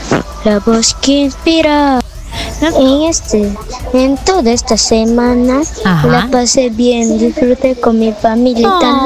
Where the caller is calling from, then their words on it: Pucallpa, Ucayali, Peru; Y soy de Pucallpa, Perú.